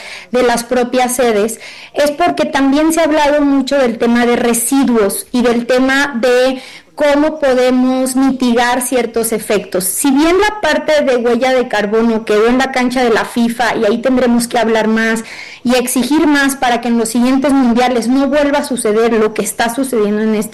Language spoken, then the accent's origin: Spanish; Mexico; a nosotros mismos como mexicanos